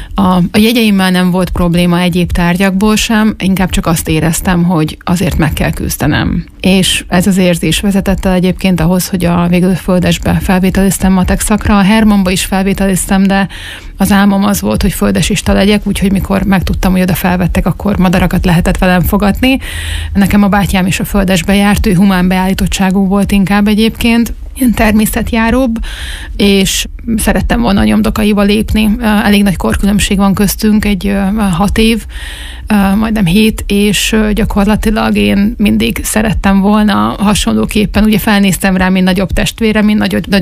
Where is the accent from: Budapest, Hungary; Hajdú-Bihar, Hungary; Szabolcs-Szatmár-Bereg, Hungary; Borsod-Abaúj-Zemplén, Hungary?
Borsod-Abaúj-Zemplén, Hungary; Miskolc; én itt Miskolcon születtem, és itt is nőttem fel, úgyhogy egy hamisítatlan miskolci lakos vagyok.